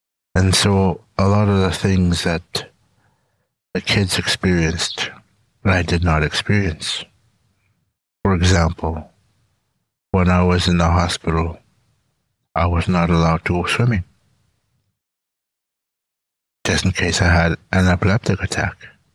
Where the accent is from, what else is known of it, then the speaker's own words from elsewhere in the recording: Garden Hill First Nation, Manitoba, Canada; I'm from Garden Hill First Nation in Manitoba. Garden Hill is approximately 600 kilometers north of Winnipeg. I grew up over there, and I moved around at times.